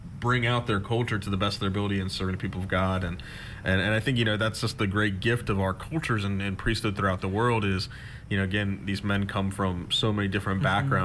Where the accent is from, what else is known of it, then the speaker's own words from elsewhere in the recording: Helotes, Texas, United States; my time here in Texas growing up in Helotes and whatnot, how priests were